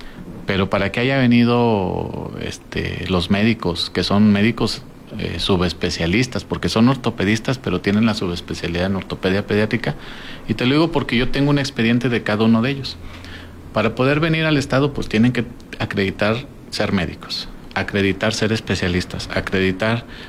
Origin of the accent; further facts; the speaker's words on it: Durango, Mexico; como somos los duranguenses